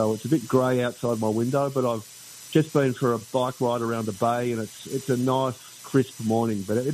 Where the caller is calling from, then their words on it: Melbourne, Victoria, Australia; I'm in Melbourne, Australia, which is on the southeast coast. It's down the bottom, just across from Tasmania.